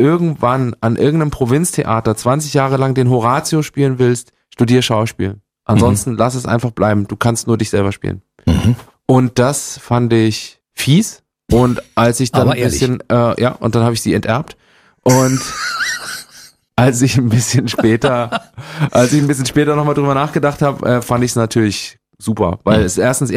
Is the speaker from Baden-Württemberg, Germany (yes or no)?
no; Gera, Thuringia, Germany; Das Thüringer, zumindest das Thüringer, wo ich herkomme, aus Gera, die sind ganz weit oben, gell?